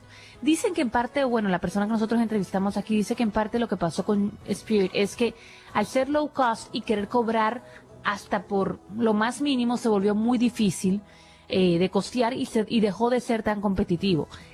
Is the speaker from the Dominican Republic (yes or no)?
yes; Dominican Republic; also born or lived in Miami Beach, United States; Yo nací en Miami Beach, simplemente que me crié en República Dominicana.